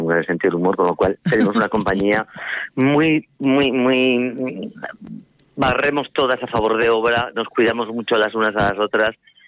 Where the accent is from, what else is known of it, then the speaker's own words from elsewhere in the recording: Aragon, Spain; Pero yo soy, como buena aragonesa, soy, tengo un punto así brutica